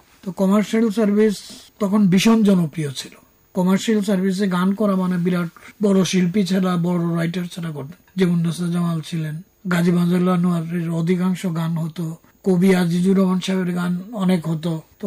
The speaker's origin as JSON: {"language": "Bangla", "town": "Sunamganj", "region": "Sylhet Division", "country": "Bangladesh", "tie": "born or raised there", "moved": "as an adult", "lives_now": "Dhaka, Bangladesh", "said": "আমার জন্মস্থান আসলে সুনামগঞ্জে।"}